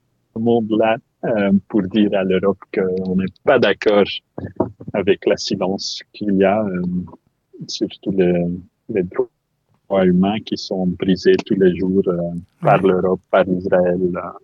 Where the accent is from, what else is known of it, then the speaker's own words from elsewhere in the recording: Ghent, Flanders, Belgium; born there; Il y a dans ma ville où j'habite et où je suis né, à Gand